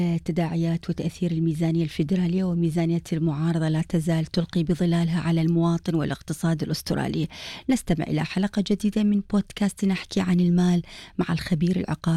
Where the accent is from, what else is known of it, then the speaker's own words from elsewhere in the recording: Iraq; now in Australia; إحنا لما كنا صغار بالعراق